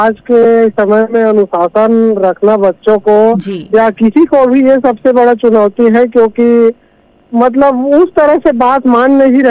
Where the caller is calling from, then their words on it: Chhattisgarh, India; हम आपके नियमित श्रोता … दुमे तरह छत्तीसगढ़ से बोल रहे हैं।